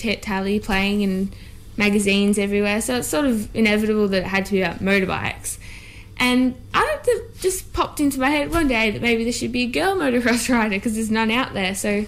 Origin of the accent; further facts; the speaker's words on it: Toowoomba, Queensland, Australia; I loved growing up in Toowoomba. Well, I still do, because, well, it's like a big family. Well, all my friends I've grown up with, been to school with, and we're all so close, and I just love it.